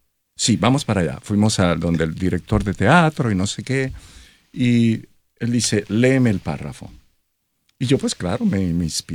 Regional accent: Caguas, Puerto Rico; born there; Yo llegué a Caguas cuando tenía 6 años de edad.

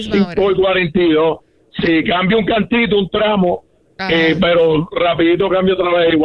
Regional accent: Caguas, Puerto Rico; moved away as an adult; now in Orlando, United States; yo me crié en Caguas, sí.

